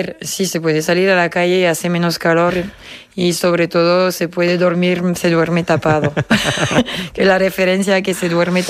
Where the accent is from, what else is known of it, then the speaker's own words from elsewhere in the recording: Auvergne-Rhône-Alpes, France; Spanish is a second language; Yo de cerca de Lyon.